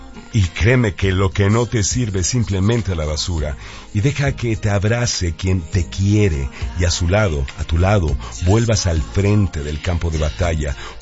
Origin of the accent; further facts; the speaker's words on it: Mexico; todos nosotros, como mexicanos, somos los anfitriones